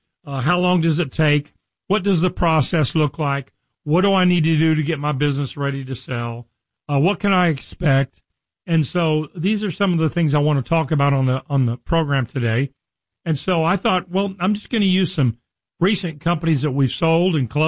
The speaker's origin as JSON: {"language": "English", "town": "Richardson", "region": "Texas", "country": "United States", "tie": "born or raised there"}